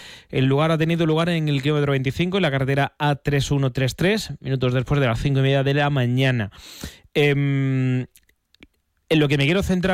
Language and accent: Spanish; La Victoria, Andalusia, Spain; yo que soy de la Victoria, que he jugado fútbol en la Rambla, que conozco a esta gente